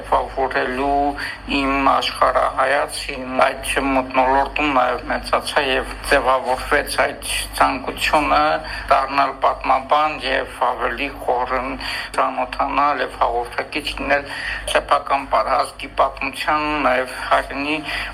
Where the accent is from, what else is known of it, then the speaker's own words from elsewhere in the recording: Askeran, Nagorno-Karabakh, Azerbaijan; also born or lived in Darav; Մանկությունս անցել է Դարավ գյուղում, Ասկերան քաղաքում։ Մեր գյուղում բազմաթիվ պատմամշակութային հուշարձաններ կան